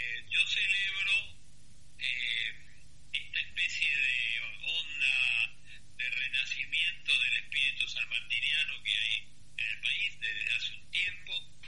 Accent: Argentina; Nosotros como Argentina hemos tenido uno de las guerras civiles más largas del mundo.

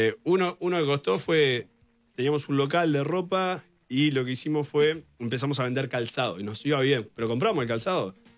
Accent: Uruguay; now in Dubai, United Arab Emirates; Yo soy uruguayo.

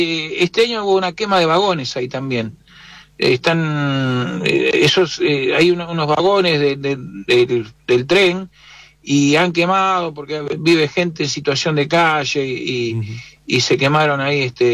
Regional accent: Quilmes, Buenos Aires Province, Argentina; Yo soy nativo del barrio La Cañada de Bernal, en el partido de Quilmes.

